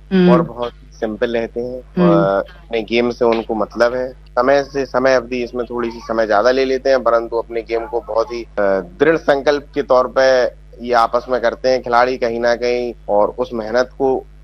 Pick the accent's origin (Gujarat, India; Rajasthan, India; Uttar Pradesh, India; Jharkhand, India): Uttar Pradesh, India; Jhansi; मैं झांसी का रहने वाला हूँ